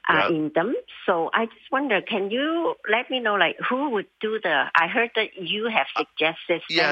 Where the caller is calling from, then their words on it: Edmonton, Alberta, Canada; I'm calling from Edmonton.